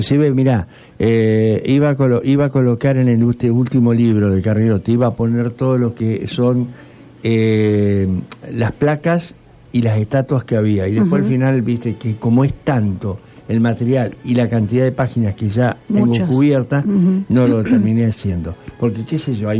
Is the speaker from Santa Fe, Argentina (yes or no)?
yes; Santa Fe, Argentina; ¿Por qué somos los santafesinos como somos? ¿Qué nos diferencia de otras provincias?